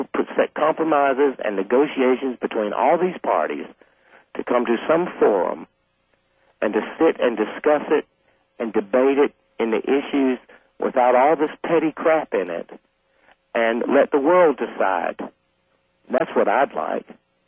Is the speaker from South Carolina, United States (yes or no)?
yes; South Carolina, United States; I'm a guy from South Carolina.